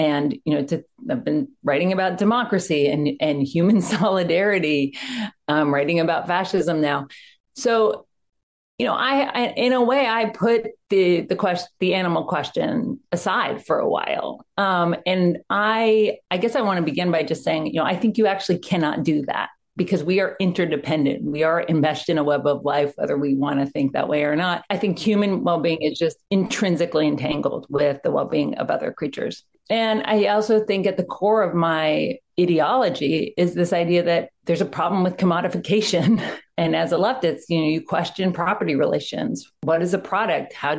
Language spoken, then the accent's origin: English; Athens, Georgia, United States; moved away; And as I got older and I left Georgia, I grew up in Athens, Georgia.